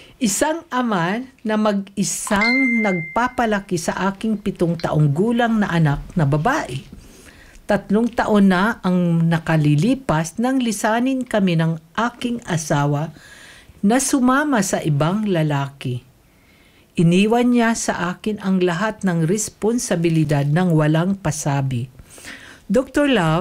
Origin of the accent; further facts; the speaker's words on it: Manila, Metro Manila, Philippines; Buong Manila. Kasi from Cubao, nagtra-travel ako papuntang Tondo. Tondo girl as well. So doon ako nagtapos ng first year hanggang fourth year ako sa Tondo.